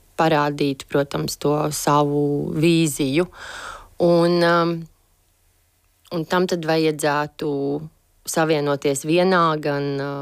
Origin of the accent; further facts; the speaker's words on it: Riga, Latvia; Es esmu izteikts pilsētas bērns bijis un uzaugusi pilnīgā centrā Elizabetes un Brīvības ielas.